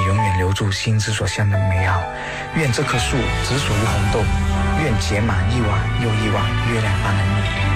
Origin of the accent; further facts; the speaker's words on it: Guangzhou, Guangdong, China; 我是来自广州的原创歌手